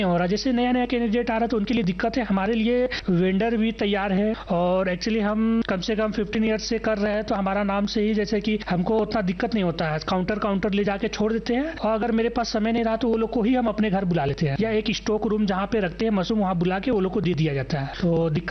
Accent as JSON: {"language": "Hindi", "region": "Jharkhand", "country": "India", "said": "मैं कांके प्रखंड के नेवरी विकास गाँव के रहने वाला हूँ।"}